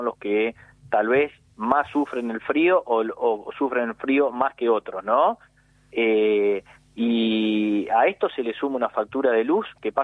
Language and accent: Spanish; Argentina; pero como argentino te indigna y te hace que es imposible no odiarlo a Milei, ¿no?